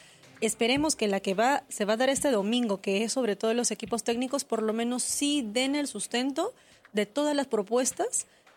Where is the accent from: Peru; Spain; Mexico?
Peru; Cajamarca; yo que soy de Cajamarca